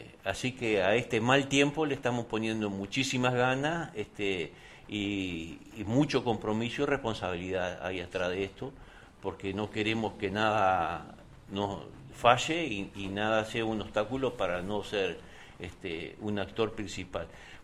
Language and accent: Spanish; Salto, Uruguay; yo soy de Sauce Chico, a pocos kilómetros de ahí